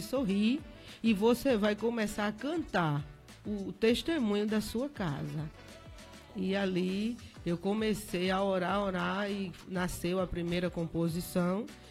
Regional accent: Paraíba, Brazil; moved away as an adult; also born or lived in São Paulo; quando eu cheguei aqui na Paraíba

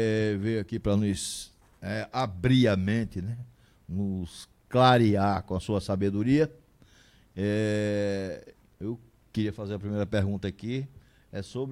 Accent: João Pessoa, Paraíba, Brazil; nós somos do Roger, velho Roger. Cresci com o pai dele, com os tios dele

